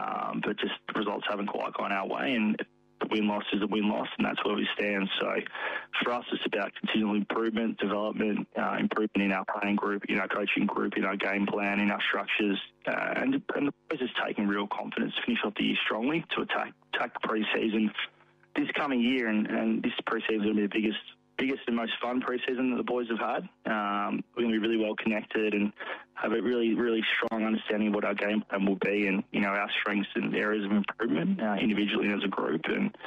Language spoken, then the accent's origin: English; Melbourne, Victoria, Australia; Phil and Andrew are aware I'm from Melbourne